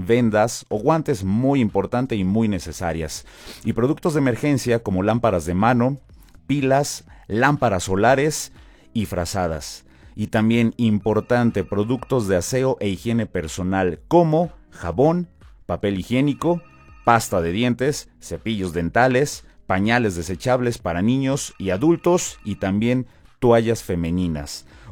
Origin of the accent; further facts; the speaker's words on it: Mexico; nosotros como mexicanos siempre hemos sido muy unidos.